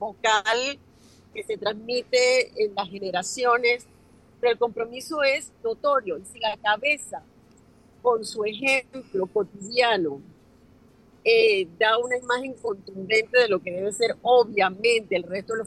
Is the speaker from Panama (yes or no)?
yes; Panama; es la esencia de lo que somos los panameños